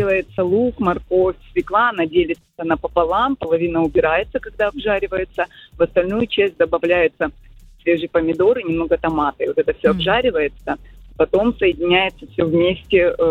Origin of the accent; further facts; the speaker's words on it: Donbas, Ukraine; родом я с Донбасса